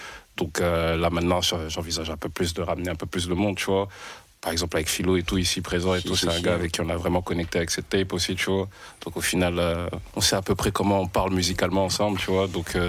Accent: Burundi; now in Belgium; Parce que je viens même pas de Belgique, en fait, de base, tu vois. Du coup, Tu viens d'où exactement ? Du Burundi.

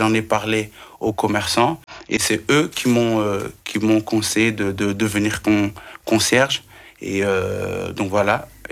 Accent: Belgium

